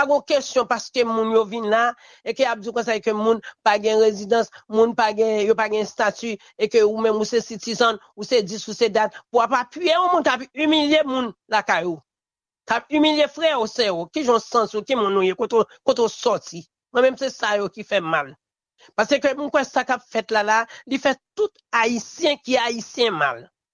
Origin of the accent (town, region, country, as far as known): Haiti